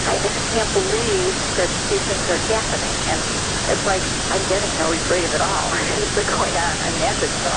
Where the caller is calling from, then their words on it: Michigan, United States; I'm calling from Lavalle, Michigan